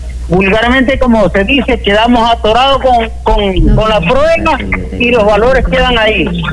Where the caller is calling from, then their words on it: Ancón, Santa Elena, Ecuador